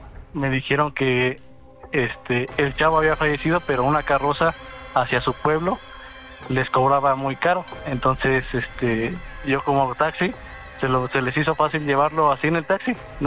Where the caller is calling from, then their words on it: Mexico City, Mexico; De aquí, de la Ciudad de México, trabajando.